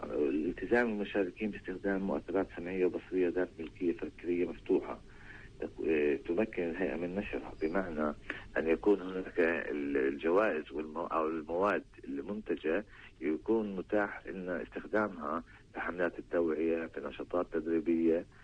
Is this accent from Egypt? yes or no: no; Palestine; إحنا مجتمع فلسطيني